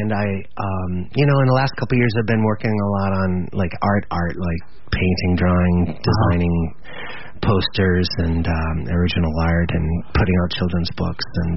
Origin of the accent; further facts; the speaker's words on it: Maine, United States; moved away as an adult; also born or lived in Boston; now in Charlottesville, United States; but I'm a New England guy. I was born and raised in Maine, and I lived in Boston, went to college here, you know, spent the most important years of my life in Boston